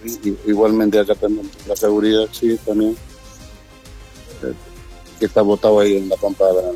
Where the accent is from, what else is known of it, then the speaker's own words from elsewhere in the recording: Arequipa, Peru; Soy de Arequipa.